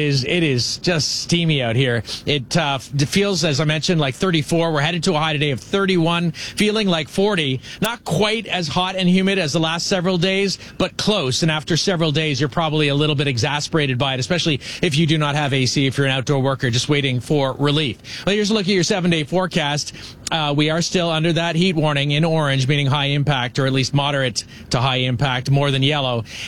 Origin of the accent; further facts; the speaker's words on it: Canada; We're Canadian.